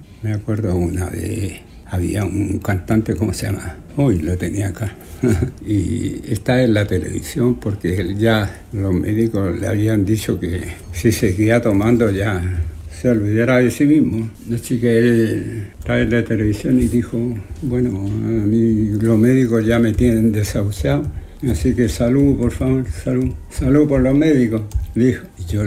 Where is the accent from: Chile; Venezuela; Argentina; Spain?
Chile; also born or lived in France; pero yo no voy a ser francés porque no soy francés, soy chileno y por eso me vine.